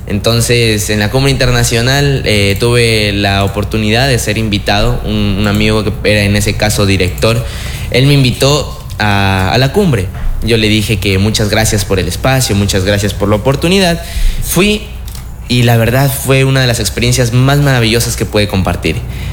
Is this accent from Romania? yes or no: no; Ecuador; now in Santo Domingo, Ecuador; yo soy un joven ecuatoriano. Tengo 17 años